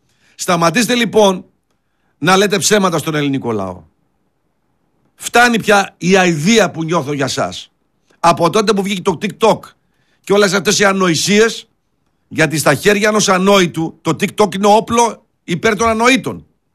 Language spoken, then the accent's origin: Greek; Thessaloniki, Central Macedonia, Greece; also born or lived in Neapoli; έτσι το λένε στο Κορδελιό που μεγάλωσα και στην Νεάπολη